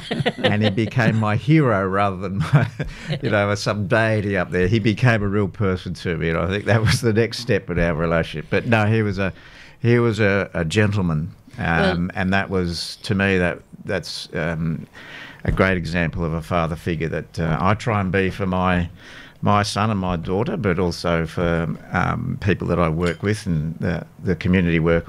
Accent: Victoria, Australia; born there; I was born in Gippsland, and I believe my parents created one of the first sort of environmental groups back in the early 60s

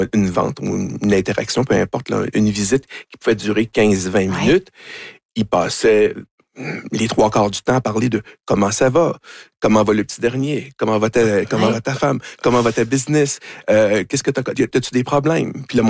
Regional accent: Quebec, Canada; On perçoit un accent français. On est des Canadiens. Ah, blablabla, bla, bla, québécois, etc.

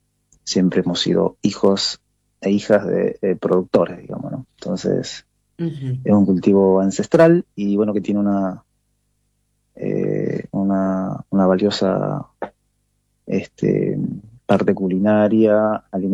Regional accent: Colanzulí, Salta, Argentina; Nosotros somos de Colanzulí, que que está ubicado en el departamento de Iruya, en la provincia de Salta. Está bien al norte de la provincia de Salta.

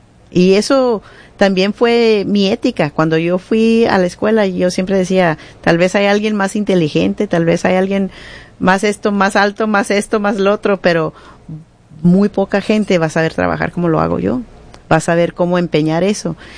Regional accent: Mexico; Y yo creo que eso sí, siendo mexicana...

